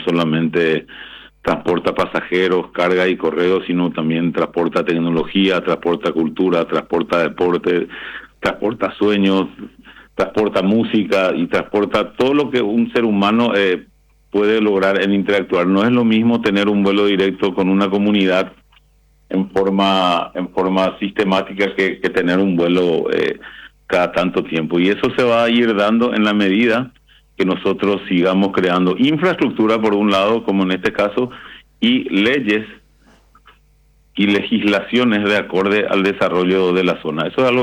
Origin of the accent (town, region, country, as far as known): Paraguay